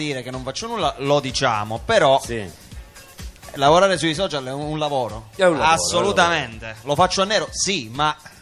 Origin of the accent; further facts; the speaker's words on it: Praia a Mare, Calabria, Italy